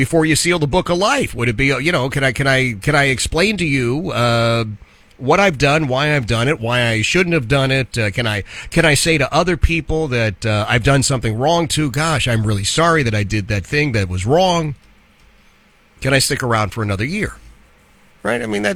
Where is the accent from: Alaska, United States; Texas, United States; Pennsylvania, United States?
Pennsylvania, United States; Philadelphia; because he's from Philadelphia, my hometown.